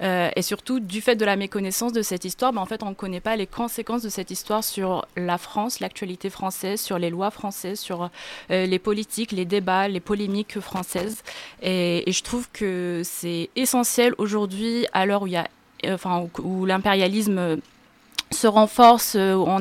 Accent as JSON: {"language": "French", "country": "Algeria", "said": "ne serait-ce que je suis algérienne, on a été bercé par cette histoire depuis qu'on est tout petit."}